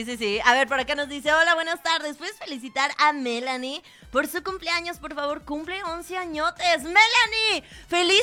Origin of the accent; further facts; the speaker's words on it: Mexico; ¿Cómo somos los mexicanos, verdad?